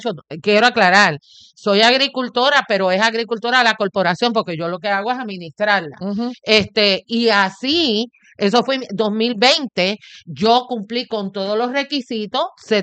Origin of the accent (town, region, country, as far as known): Puerto Rico